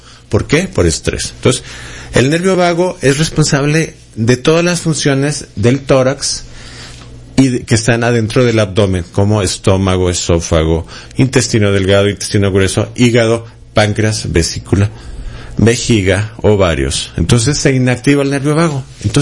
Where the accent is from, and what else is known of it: Mexico